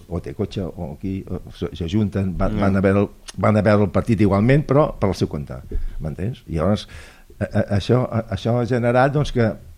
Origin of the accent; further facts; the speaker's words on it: Barcelona, Catalonia, Spain; sóc de Barcelona